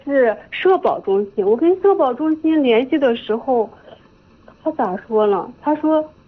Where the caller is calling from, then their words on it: Xinjiang County, Shanxi, China; 我们是新绛县龙兴镇木展村。